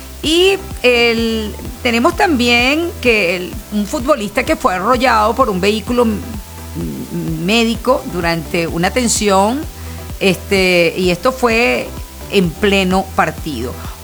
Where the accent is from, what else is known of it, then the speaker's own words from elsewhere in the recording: Venezuela; Nosotros como venezolanos, no nos invitan para la fiesta y vamos para la fiesta, ¿no? Porque creemos pues que tiene que ser así. Es una manera de ser de nosotros los venezolanos.